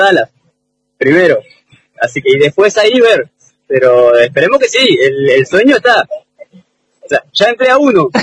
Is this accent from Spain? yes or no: no; Trelew, Chubut, Argentina; yo soy de Las Mil, de Trelew.